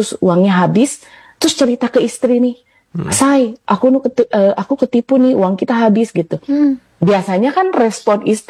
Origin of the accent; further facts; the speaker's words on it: Bandung, West Java, Indonesia; Iya, aku dari Bandung.